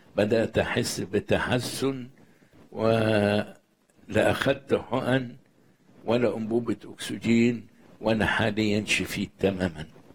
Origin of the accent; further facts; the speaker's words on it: Egypt; وهنشوف المجد، وهنشوف المجد في بلدنا مصر وفي كنيستنا